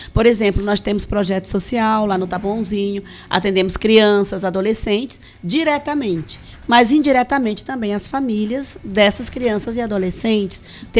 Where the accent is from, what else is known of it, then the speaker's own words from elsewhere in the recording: Piauí, Brazil; now in Itapetininga, Brazil; eu sou do Piauí.